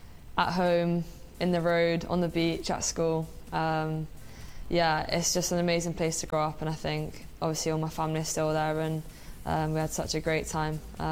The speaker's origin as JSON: {"language": "English", "country": "Guernsey", "tie": "born or raised there", "moved": "yes", "said": "Grew up in Guernsey, in the Channel Islands. It was cool. Really cool. I think very different from living in England. Lots of beaches, lots of football pitches, but that's about it."}